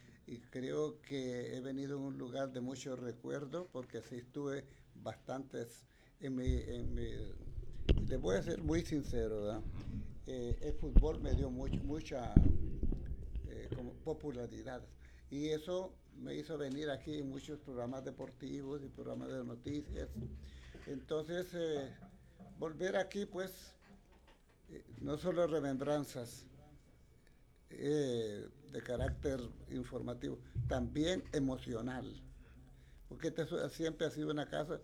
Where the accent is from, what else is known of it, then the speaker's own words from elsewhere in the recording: San Francisco de Ojuera, Santa Bárbara, Honduras; Yo nací en San Francisco de Ojuera, Santa Bárbara. Soy patepluma.